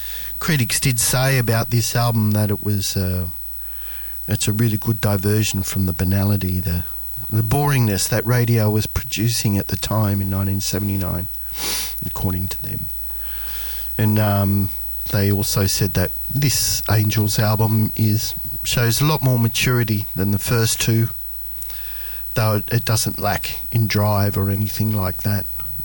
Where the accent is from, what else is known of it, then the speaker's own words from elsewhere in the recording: Newcastle, New South Wales, Australia; so I grew up in Newcastle. Back in the 90s